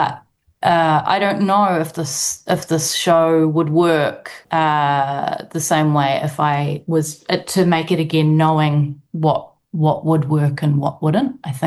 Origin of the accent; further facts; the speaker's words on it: New Zealand; moved away as an adult; now in United Kingdom; being a settler from Aotearoa, who then returns to the motherland as a settler still, and the kind of barrier of being Pākehā. I'm on an ancestry visa here